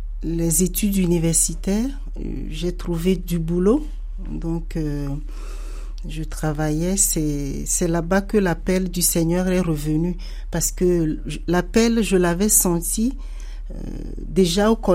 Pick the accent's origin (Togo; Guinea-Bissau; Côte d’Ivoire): Togo; moved away; Oui, je suis originaire du Togo. Le Togo, c'est un petit pays de l'Afrique de l'Ouest, d'une superficie de 56 700 km² et d'environ 9 millions d'habitants.